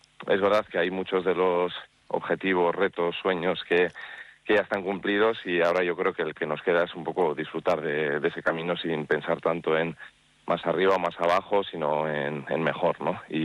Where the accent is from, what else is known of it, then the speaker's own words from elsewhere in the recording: Vitoria-Gasteiz, Basque Country, Spain; born there; also born or lived in Yécora; Yo soy nacido aquí en Gasteiz y, pues igual, en invierno estoy más en Gasteiz, en verano más en Yécora.